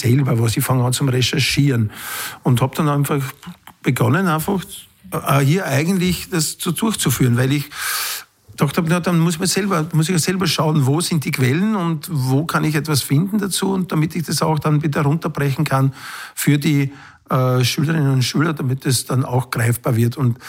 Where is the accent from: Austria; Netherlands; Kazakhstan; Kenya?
Austria; Halbturn, Burgenland; born or raised there